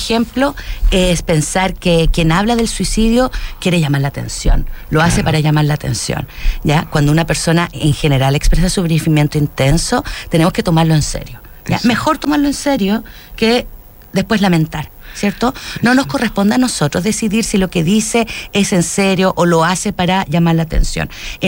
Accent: Chile

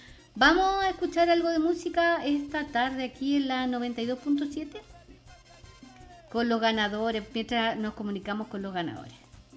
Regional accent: Chile; así somos los chilenos.

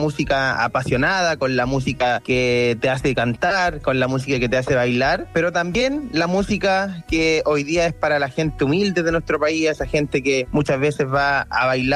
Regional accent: Lumaco, Araucanía, Chile; yo tengo la suerte de decir que soy un lumaquino de tomo y lomo

